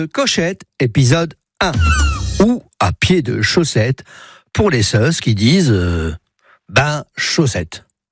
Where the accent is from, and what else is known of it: Hauts-de-France, France